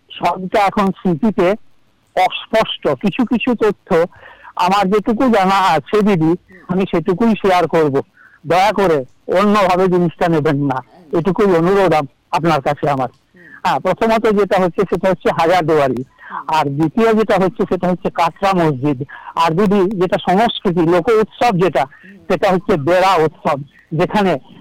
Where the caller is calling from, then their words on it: Durgapur, West Bengal, India; আমি বীরভূমের দুর্গাপুর থেকে